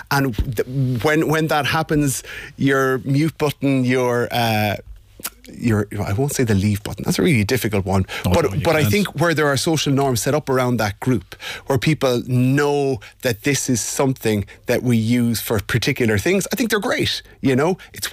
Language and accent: English; Ireland; as Irish people